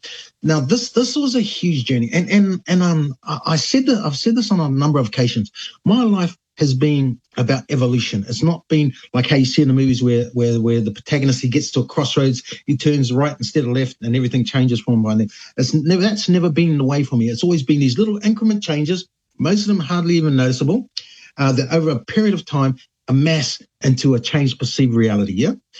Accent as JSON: {"language": "English", "region": "Auckland", "country": "New Zealand", "tie": "born there", "also_born_or_lived": "Matata / Whakatane", "said": "I grew up in Māngere, and it's at the time it was quite an unfortunate place to grow up"}